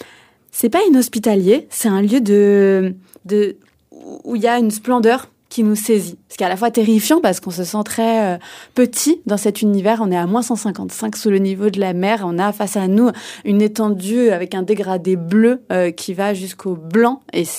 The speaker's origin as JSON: {"language": "French", "town": "Poitiers", "region": "Nouvelle-Aquitaine", "country": "France", "tie": "born or raised there", "also_born_or_lived": "Djibouti", "lives_now": "Paris, France", "said": "Je suis franco-djiboutienne, j'ai grandi à Djibouti jusqu'à mes 6 ans, du coup, et ensuite, j'ai grandi à Poitiers, et puis là, je suis à Paris."}